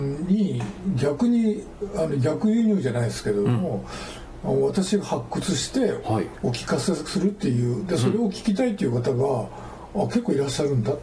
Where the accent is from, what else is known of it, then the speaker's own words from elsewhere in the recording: Toyooka, Hyogo, Japan; moved away as an adult; also born or lived in Tokyo / Okinawa; now in Kobe, Japan; そうですね、生まれも育ちも豊岡、はい、高校まで、